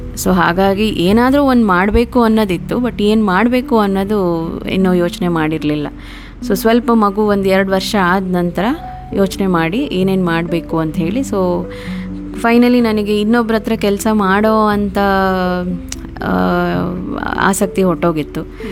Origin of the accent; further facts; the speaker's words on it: Bhadravati, Karnataka, India; moved away as an adult; also born or lived in Chikkamagaluru / Bangalore; now in Shivamogga, India; ನಾನು ಹುಟ್ಟಿ ಬೆಳೆದಿದ್ದೆಲ್ಲ ಭದ್ರಾವತಿ. ನನ್ನ ಸ್ಕೂಲು ಕಾಲೇಜು ಎಲ್ಲ ಆಗಿದ್ದು ಭದ್ರಾವತಿಯಲ್ಲಿ.